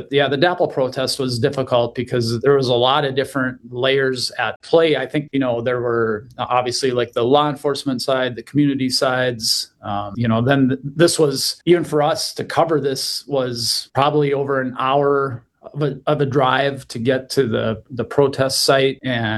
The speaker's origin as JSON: {"language": "English", "town": "Bismarck", "region": "North Dakota", "country": "United States", "tie": "born or raised there", "said": "I think growing up in Bismarck, and then, you know, the old saying, you can't go home again"}